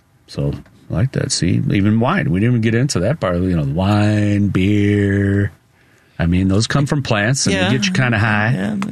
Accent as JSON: {"language": "English", "region": "Illinois", "country": "United States", "accent": "Chicago", "said": "My Chicago accent slipping out there."}